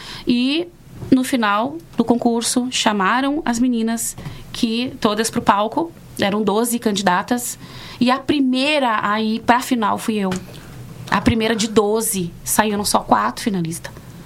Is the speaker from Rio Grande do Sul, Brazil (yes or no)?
yes; Rio Grande do Sul, Brazil; gaúcha, sou do Rio Grande do Sul